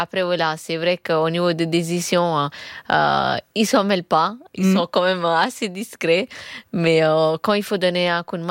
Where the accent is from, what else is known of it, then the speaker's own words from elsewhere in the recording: Naples, Campania, Italy; moved away; J'ai grandi à Naples, avec ma famille.